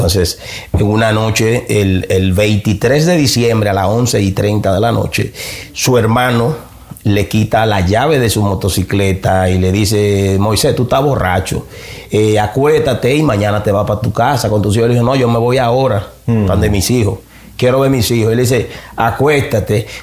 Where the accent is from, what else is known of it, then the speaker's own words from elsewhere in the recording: Dominican Republic; born there; Nací en República Dominicana el 14 de abril de 1976, hijo de un maestro, de un profesor de mecánica automotriz y una maestra de primaria